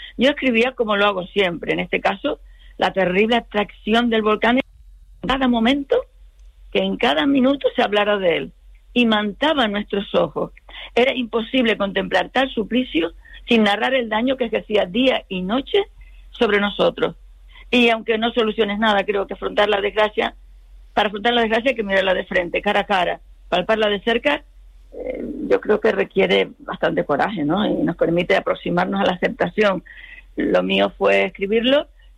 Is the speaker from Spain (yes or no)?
yes; Todoque, Canary Islands, Spain; en el Todoque, justamente en Todoque. Uh-huh. Y desde el mismo día que flotó el volcán huimos a Tazacorte, al municipio que está por debajo de nosotros